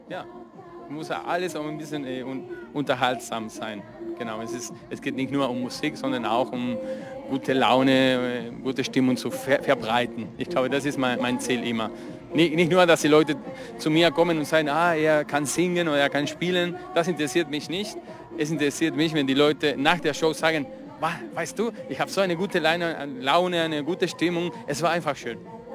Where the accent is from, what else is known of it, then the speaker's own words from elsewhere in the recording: Rosario, Santa Fe, Argentina; moved away; ich komme aus Rosario, dieselbe Stadt, in der Messi, der Fußballspieler, und Sammy Rossi geboren sind.